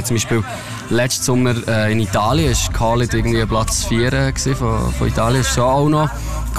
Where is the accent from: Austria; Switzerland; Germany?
Switzerland; Ich sage eben, ich komme von der Schweiz und das ist sicher so meine Heimat